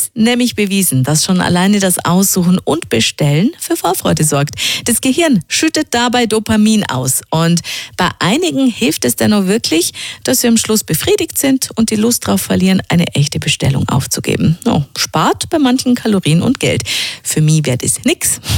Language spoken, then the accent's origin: German; Austria; funktioniert sogar bei uns in Österreich